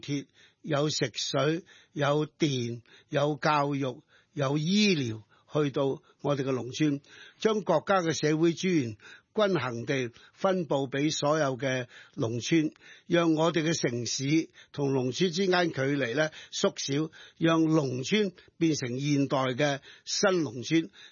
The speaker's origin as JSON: {"language": "Cantonese", "country": "Hong Kong", "said": "我作為一個港人"}